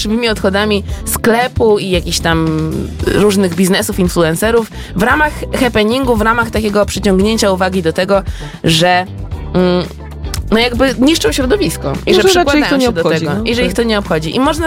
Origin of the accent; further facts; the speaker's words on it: Warsaw, Masovian Voivodeship, Poland; a ja jako warszawianka powinnam coś powiedzieć